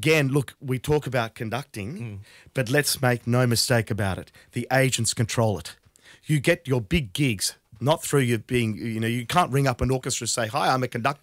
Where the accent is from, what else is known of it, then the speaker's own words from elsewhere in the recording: Australia; I'm Australian.